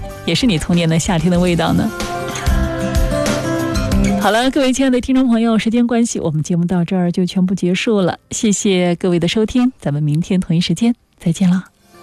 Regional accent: Jiangsu, China; 我们江苏这边

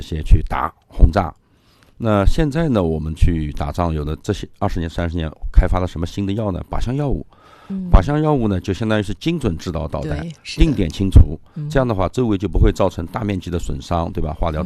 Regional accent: China; 一个是 M 三白血病，是我们中国人用的维尔山亚砷酸。

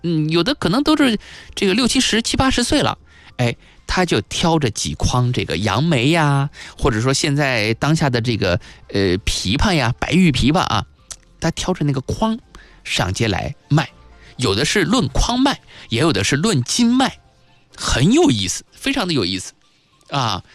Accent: Jiangsu, China; 咱们江苏人

